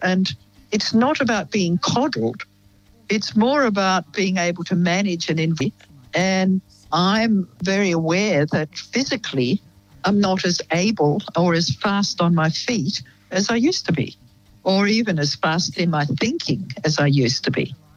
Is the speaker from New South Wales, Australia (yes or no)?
no; Tasmania, Australia; But I grew up in the Fraser Nay National Park on the east coast of Tasmania in the 1940s. During the war, actually, the latter parts of the Second World War. It was very wild. It was very isolated.